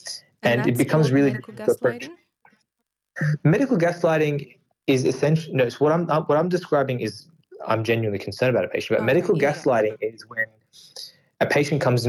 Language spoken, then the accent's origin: English; Sydney, New South Wales, Australia; I mean, I'm from Sydney, and I can't get from my home to the city without paying some sort of toll